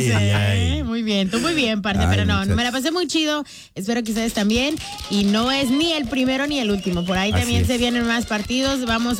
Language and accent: Spanish; Mexico; soy la mexicana más colombiana que han visto en su vida